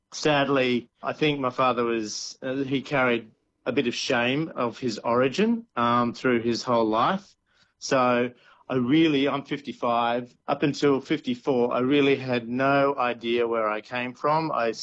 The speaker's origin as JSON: {"language": "English", "town": "Brisbane", "region": "Queensland", "country": "Australia", "tie": "born or raised there", "also_born_or_lived": "Victoria", "said": "So, yeah, I've lived all of my life on the east coast of Australia. I was born in Victoria."}